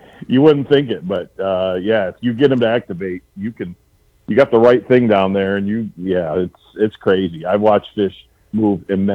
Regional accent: North Muskegon, Michigan, United States; I grew up on the Great Lakes, right? I grew up in Lake Michigan, out of North Muskegon, and, you know, on the big water with my dad

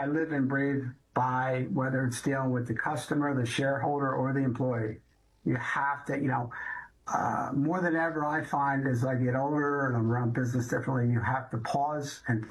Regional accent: Philadelphia, Pennsylvania, United States; two brothers and a sister, and I grew up in Northeast Philadelphia.

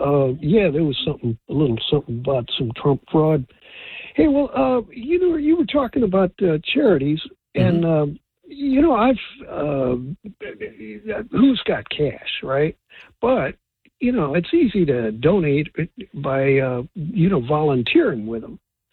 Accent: St. Louis, Missouri, United States; born there; now in San Francisco, United States; I was born in St. Louis.

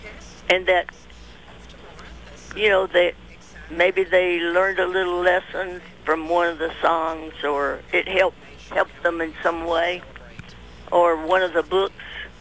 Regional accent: Mount Airy, North Carolina, United States; moved away; I'm from Mount Airy

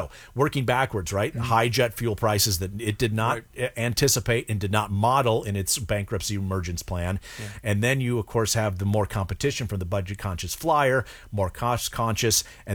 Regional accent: Iowa, United States; I am from Iowa.

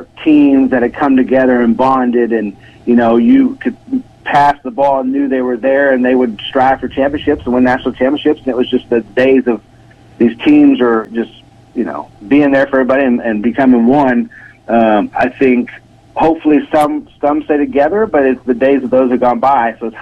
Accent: Lexington, Kentucky, United States; I grew up in Lexington, Kentucky, where I played many sports

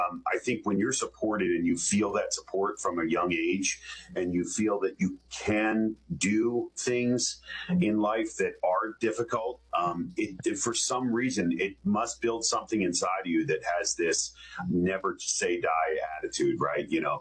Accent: Lansdale, Pennsylvania, United States; Yeah, I grew up here in Lansdale. Still have my company here. I am the youngest of four, three older sisters.

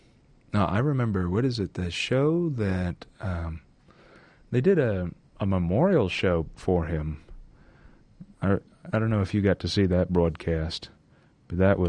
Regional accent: United States

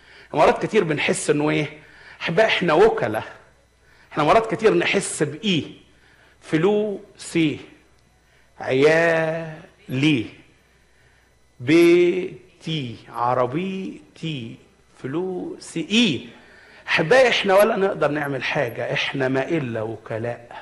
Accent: Egypt; عندنا في مصر

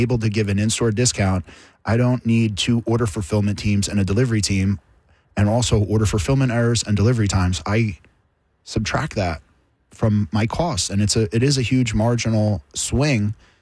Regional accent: Freehold, New Jersey, United States; born there; also born or lived in Old Bridge, New Jersey; So I was born in Lawrence Harbor, which is a town in Old Bridge. And then I ended up at Freehold Borough High School with my dad. So I was with my mom and my dad. So I was from Old Bridge and then Freehold.

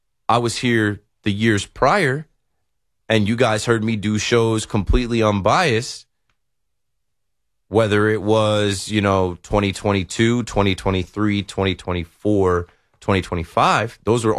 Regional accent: New Jersey, United States; I'm not from New York. I'm from New Jersey.

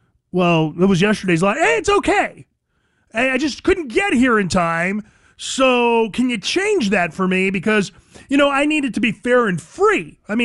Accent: Arizona, United States; Biggest thrill Arizona's had in 20 years, and I'm from Arizona, I can tell you.

